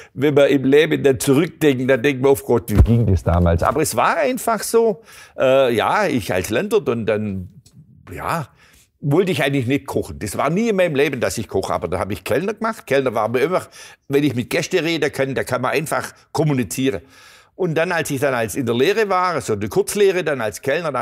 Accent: Baden-Württemberg, Germany; born there; Nun ja, die Streuobstwiese, ich bin in der Nähe geboren. Die Schwäbische Alb hat so viele dieser Flächen.

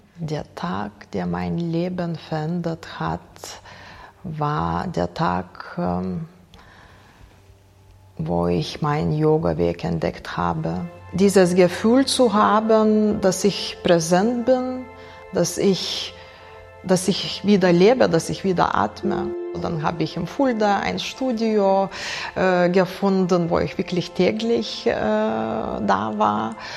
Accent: Lithuania; German is a second language; moved away as an adult; now in Germany; Ich bin aus Litauen 2002 nach Deutschland gekommen mit meinem 7-jährigen Sohn. Ich war 26 Jahre alt.

